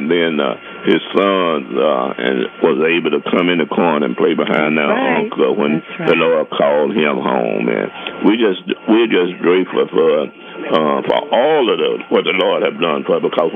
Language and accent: English; Chicago, Illinois, United States; now in Mississippi, United States; We grew up in Chicago together, her mother taking me in as a young child.